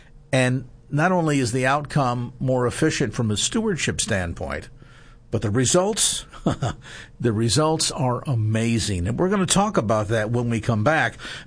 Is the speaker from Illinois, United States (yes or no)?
no; California, United States; If you're maybe a native here and born and raised in the Bay Area like myself